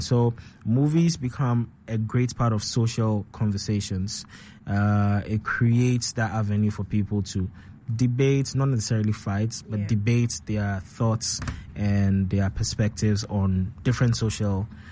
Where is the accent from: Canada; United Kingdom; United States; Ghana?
Ghana; I'm saying Ghanaian homes because that's what I'm relative